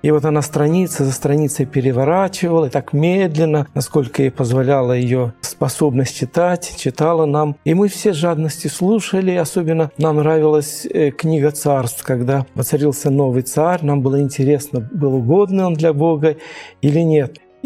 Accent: Tajikistan; Я не сказал, что я родился и вырос в Средней Азии, в Таджикистане.

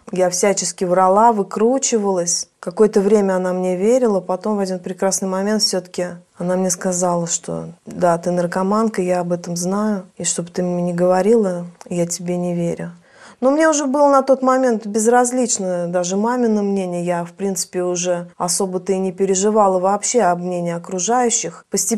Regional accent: Southern Urals, Russia; moved away; Я сама издалека, с Южного Урала, это граница с Казахстаном.

